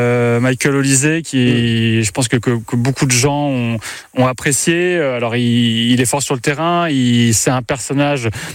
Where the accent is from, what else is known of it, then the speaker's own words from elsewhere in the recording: France; je suis français